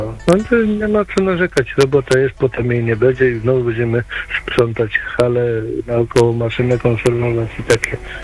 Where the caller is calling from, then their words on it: Gniezno, Greater Poland Voivodeship, Poland; Gniezno, pierwsza stolica Polski